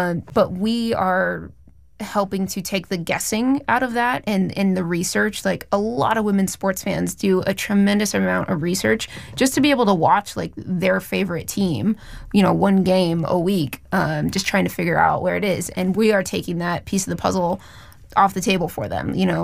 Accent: California, United States; going to games growing up, like going to, well, Angels and Dodgers games because I'm from Orange County.

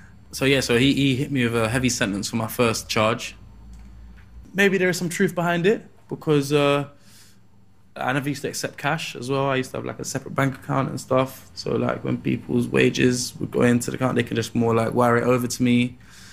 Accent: Peckham, London, United Kingdom; but growing up in Peckham, people weren't for my demographic weren't really putting out YouTube videos

